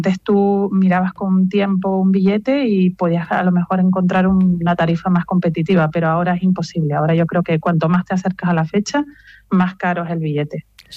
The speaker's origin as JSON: {"language": "Spanish", "region": "Canary Islands", "country": "Spain", "moved": "yes", "lives_now": "Spain (mainland)", "said": "Aquí somos muchos los canarios que vivimos en Península por numerosas razones, por trabajo, por matrimonio, por estudio."}